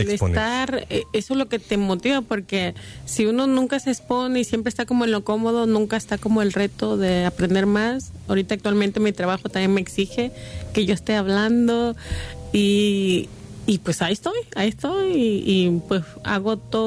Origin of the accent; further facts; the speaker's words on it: Mexico; moved away as an adult; now in Salt Lake City, United States; En el año 99, vengo de México, llego a Salar City y sí, no había casi nada.